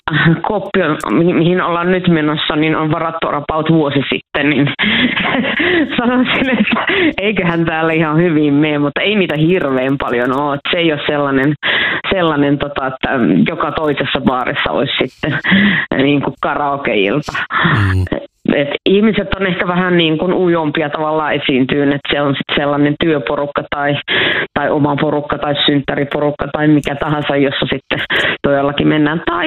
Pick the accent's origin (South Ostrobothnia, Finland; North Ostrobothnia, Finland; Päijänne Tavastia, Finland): North Ostrobothnia, Finland; Oulu; moved away as an adult; now in Berlin, Germany; nyt on Oulussa kotikaupungissani ilmakitaran 30-vuotiaat